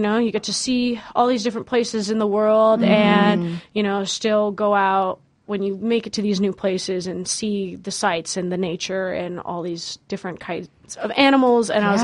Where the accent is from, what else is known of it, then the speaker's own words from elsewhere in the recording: Clovis, California, United States; I'm from California originally.